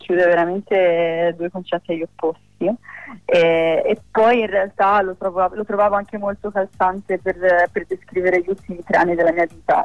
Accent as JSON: {"language": "Italian", "town": "Florence", "region": "Tuscany", "country": "Italy", "tie": "born there", "said": "Sì, io sono nata a Firenze."}